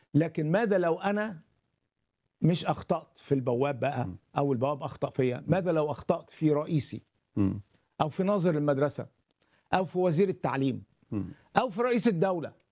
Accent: Egypt; وحكى لي هذه القصة لما عرف أن أنا مصري

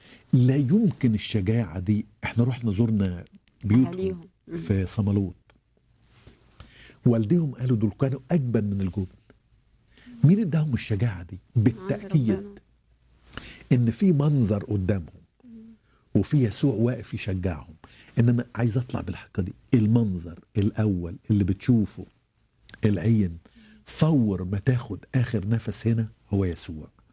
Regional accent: Egypt; اللي بيعدم الناس عندنا في مصر

